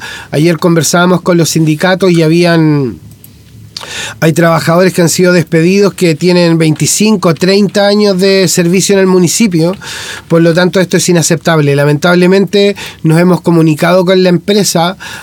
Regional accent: Valdivia, Los Ríos, Chile; born there; soy concejal de Valdivia, mucho orgullo de la ciudad que amo y que nací.

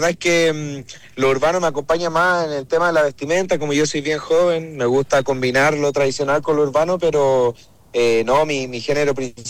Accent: Aysén, Chile; born there; yo comencé muy niño siendo payador allá en la región de Aysén

